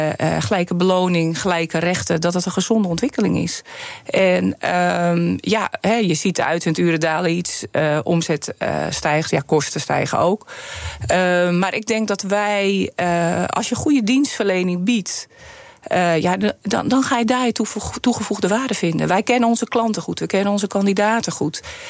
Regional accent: North Holland, Netherlands; Ik kom zelf uit West-Friesland, daar zijn we ook groot geworden met Baanrijk.

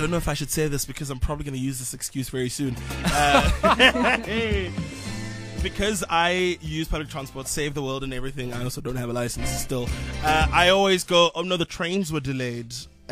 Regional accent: South Africa; I'm a South African man.

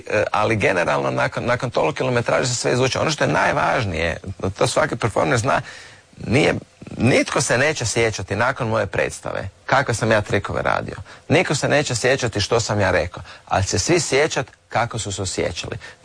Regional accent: Croatia

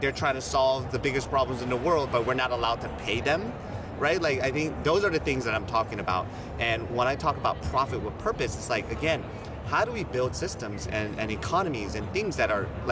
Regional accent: California, United States; born or raised there; now in New York City, United States

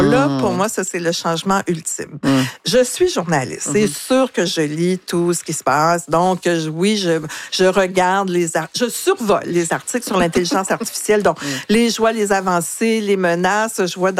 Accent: Quebec, Canada; Alors donc, en tant que Québécois, ça ne devrait pas m'intéresser.

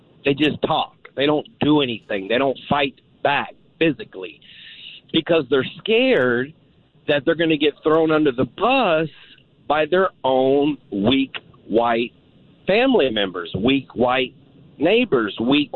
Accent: Fort Worth, Texas, United States; I'm almost 40 years old, and I grew up in Fort Worth on the east side of Fort Worth, majority black, probably 90% at the time.

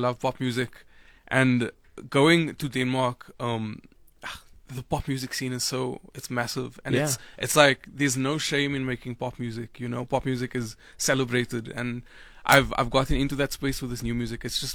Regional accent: Cape Town, Western Cape, South Africa; I come from Elsis River, which is on the Cape Flats

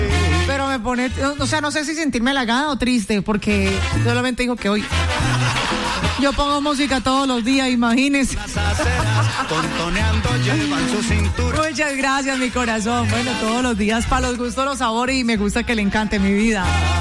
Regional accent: Cali, Valle del Cauca, Colombia

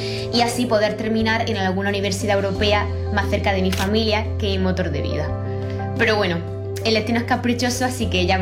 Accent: El Ejido, Andalusia, Spain; moved away as an adult; also born or lived in France / Poland / United States; now in Singapore; unas semanas cumplo 24 años, soy del Ejido Almería y llevo ya 2 meses viviendo y trabajando en Singapur como profesora de español.

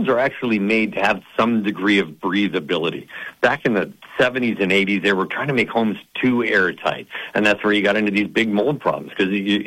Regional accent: Canada; moved away; As a boy who was born and raised in Canada

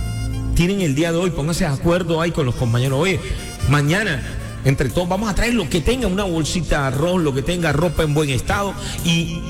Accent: Colombia

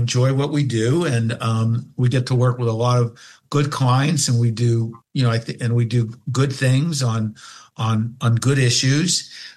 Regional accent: Pennsylvania, United States; I have good contacts, but I'm from Western Pennsylvania.

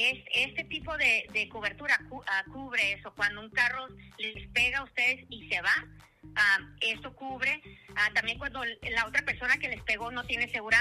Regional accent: Mexico

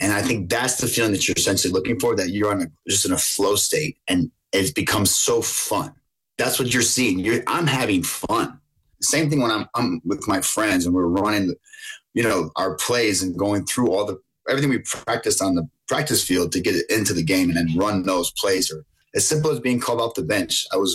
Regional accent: Buffalo, New York, United States; growing up in Buffalo, I was more geared towards the East Coast sports

